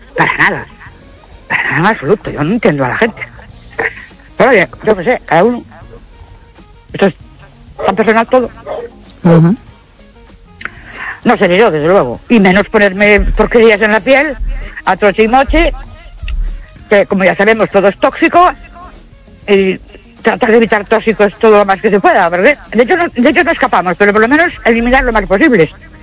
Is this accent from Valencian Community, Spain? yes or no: no; Ourense, Galicia, Spain; Buenas noches … de Orense.